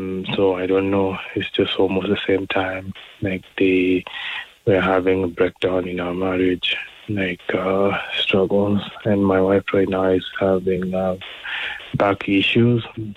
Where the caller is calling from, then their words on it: Winnipeg, Manitoba, Canada; Hello. Hi there, Pastor Mike. I'm just listening from Winnipeg.